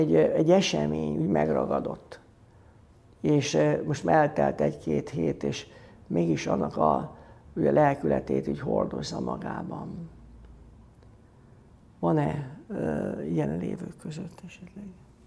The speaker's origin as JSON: {"language": "Hungarian", "region": "Budapest", "country": "Hungary", "tie": "born or raised there", "said": "angyalföldön a Kármen mellett nőttem föl, Szent László templomba jártam, mert az volt a plébánia"}